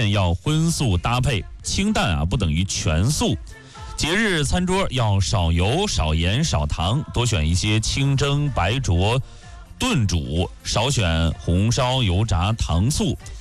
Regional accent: China; 这是刻在我们中国人骨子里的仪式感

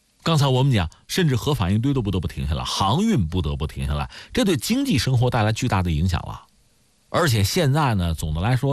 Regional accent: China; 那我们中国人来讲，以前这农耕民族嘛，有什么东西攒着留着以备不时之需

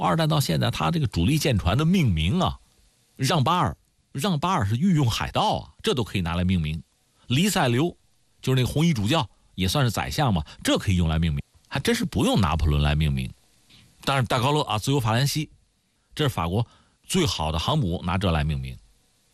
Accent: China; 我们中国人啊

